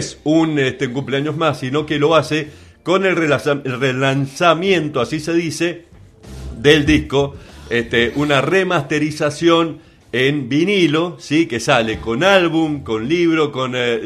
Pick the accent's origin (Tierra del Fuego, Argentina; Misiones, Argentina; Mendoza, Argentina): Mendoza, Argentina; Maipú; Agua nieve, bueno, yo que vengo de los pagos de Maipú también.